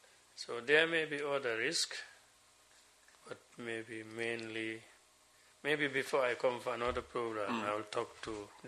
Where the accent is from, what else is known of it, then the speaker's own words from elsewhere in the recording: Gambia; I come from Katamandinka, a village. It's not so remote.